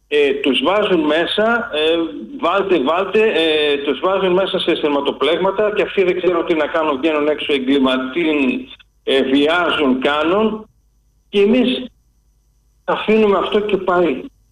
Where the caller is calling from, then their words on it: Larissa, Thessaly, Greece; Εγώ είμαι από Λάρισα, αλλά δουλεύω Μύκονο